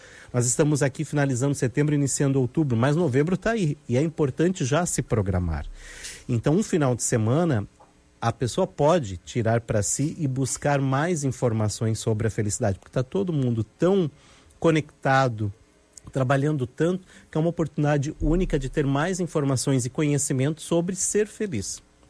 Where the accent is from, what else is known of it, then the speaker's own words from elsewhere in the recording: Joinville, Santa Catarina, Brazil; como um bom joinvilense, um joinvilense raiz, a gente quer que as oportunidades aconteçam aqui na região, e principalmente na cidade de Joinville.